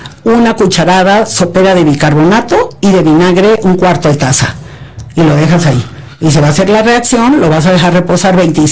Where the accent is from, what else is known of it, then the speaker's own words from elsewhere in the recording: Tabasco, Mexico; Lo que pasa es que allá en mi pueblo dirían, en Tabasco, que hace tanto calor, todo lo que esté frío vale, vale más.